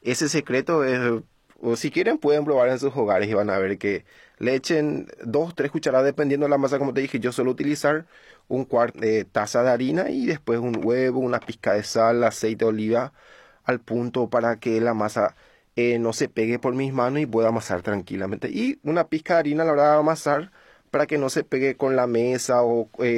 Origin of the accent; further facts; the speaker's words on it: Itapúa, Paraguay; moved away as an adult; now in Asunción, Paraguay; soy del sur de Itapúa.